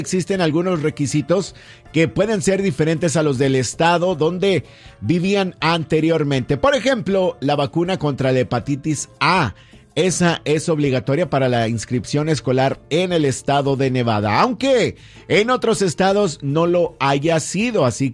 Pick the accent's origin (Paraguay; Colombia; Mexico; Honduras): Mexico; como buenos mexicanos que somos, como buenos latinos que somos.